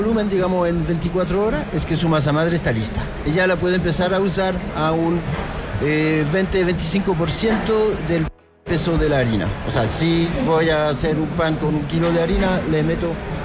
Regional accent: France; now in Chile; vengo de Francia a hacer un producto más o menos que traigo de ahí.

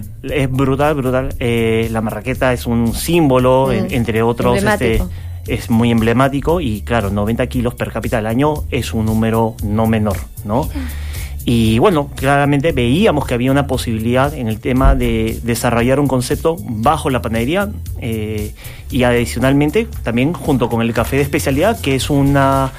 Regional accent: Peru; moved away as an adult; now in Chile; yo soy de Perú. Yo me vine hace 7 años por diferentes motivos acá a Chile. Pero desde niño estoy vinculado al tema gastronómico por mi familia.

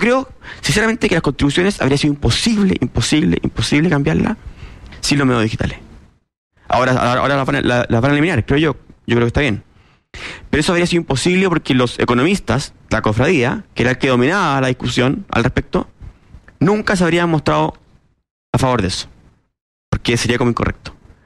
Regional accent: Chile

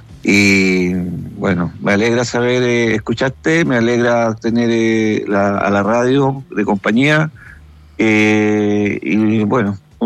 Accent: Panguipulli, Los Ríos, Chile; excepto cuando era niño, porque yo crecí en Panguipulli, gran abrazo, bueno, y un cariño a Panguipulli, en el sector de Ancacumoe, que es un sector bien rural

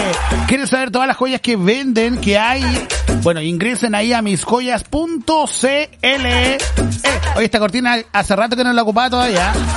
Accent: Chile; como buen chileno, yo soy mecha corta

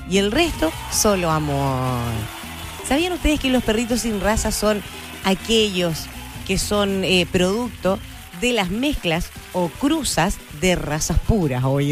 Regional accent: Chile

